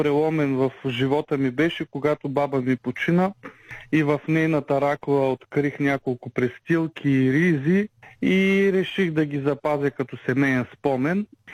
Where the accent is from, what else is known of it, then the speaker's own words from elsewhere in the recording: Pisarevo, Veliko Tarnovo Province, Bulgaria; Моето родно село е само на 4 км от Долна Оряховица, казва се Писарево, едно от всъщност старите селища в региона